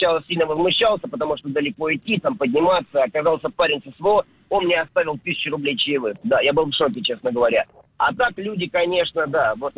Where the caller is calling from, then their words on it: Stavropol, Stavropol Krai, Russia; я из Ставрополя вам звоню, сам подрабатываю курьером.